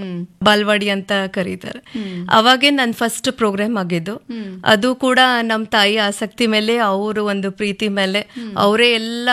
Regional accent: Raichur, Karnataka, India; ನನ್ನ ಹುಟ್ಟೂರು ರಾಯಚೂರು. ನಾನು ಮೂಲತಃ ರಾಯಚೂರಿಂದ ಬಂದವಳು. ನನ್ನ ಬಾಲ್ಯ ಎಲ್ಲ ರಾಯಚೂರಲ್ಲಿ ಆಗಿದ್ದು.

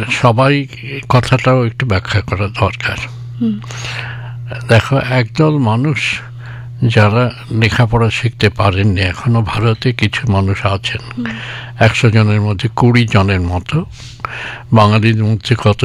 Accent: East Bengal, Bangladesh; আমি তো পূর্ব বাংলার দূর প্রান্তের একটা গ্রামে জন্মেছি

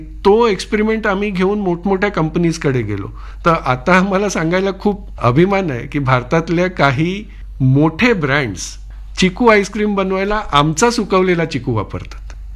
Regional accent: Dahanu, Maharashtra, India; आमचं गाव समुद्रकिनारी आहे आणि एक वीकेंड डेस्टिनेशन आहे, तर खूप टुरिस्ट येतात. बोर्डी डहाणू हा जो परिसर आहे

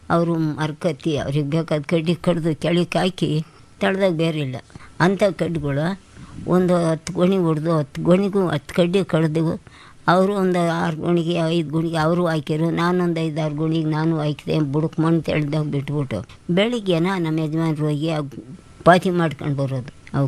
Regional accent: Gubbi, Karnataka, India; ಗುಬ್ಬಿ ಹೊಸಳ್ಳಿ ತಾಲೂಕಿನಲ್ಲಿ ನಾವು ಹುಟ್ಟಿ ಬೆಳೆದಿದ್ದು.

